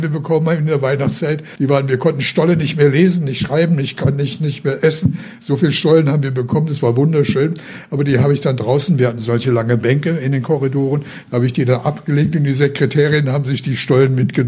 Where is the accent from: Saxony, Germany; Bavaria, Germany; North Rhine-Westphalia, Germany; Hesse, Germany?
Saxony, Germany; Bei uns zu Hause im Erzgebirge, da sind Sie nur das Horstelchen. Sie gehören schon zur Familie.